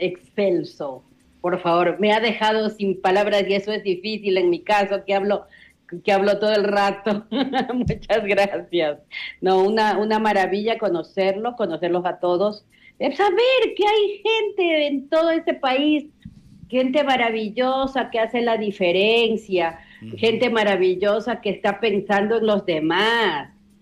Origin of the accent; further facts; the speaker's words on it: Guayaquil, Guayas, Ecuador; moved away as an adult; also born or lived in Quito; now in Cuenca, Ecuador; Pero yo soy guayaquiteña, yo nací en Quito, me crié en Guayaquil, y a los 30 años me fui a Quito de nuevo por 30 años, sí, y estuve ahí hasta agosto del 2025, que nos mudamos con mi esposo a Cuenca, pero yo hablo los dos idiomas.